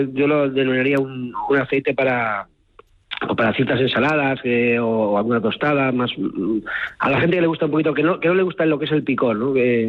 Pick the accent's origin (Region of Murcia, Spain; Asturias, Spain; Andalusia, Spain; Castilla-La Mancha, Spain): Castilla-La Mancha, Spain; Alcázar de San Juan; nosotros somos, el origen somos la Alcázar de San Juan, la familia, la finca también está en el término de Alcázar de San Juan